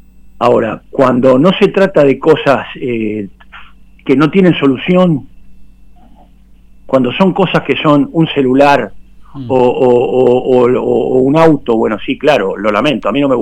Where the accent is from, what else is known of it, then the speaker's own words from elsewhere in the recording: General Rodríguez, Buenos Aires Province, Argentina; nos afecta a nosotros como rodriguense, como bonaerense y como argentino